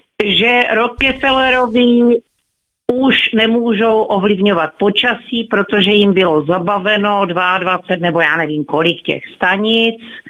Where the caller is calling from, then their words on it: Otrokovice, Zlín Region, Czechia; z Otrokovic